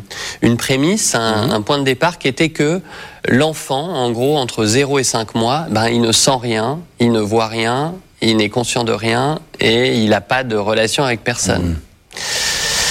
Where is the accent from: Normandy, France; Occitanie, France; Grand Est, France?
Grand Est, France; j'ai grandi, j'ai eu une enfance très heureuse dans un petit village à côté de Reims.